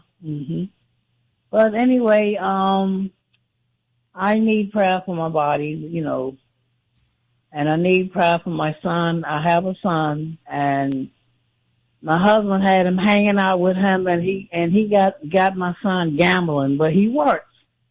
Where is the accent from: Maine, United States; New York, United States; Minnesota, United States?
New York, United States; Yes, I'm from New York.